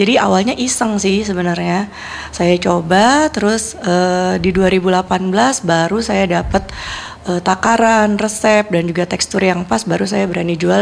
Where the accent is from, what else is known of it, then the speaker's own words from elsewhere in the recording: Kalimantan, Indonesia; Karena saya pikir kan saya orang Kalimantan ya. Suku saya juga Banjar.